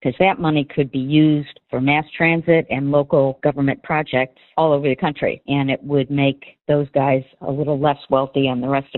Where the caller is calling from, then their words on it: Chicago, Illinois, United States; I'm calling from Lakeview.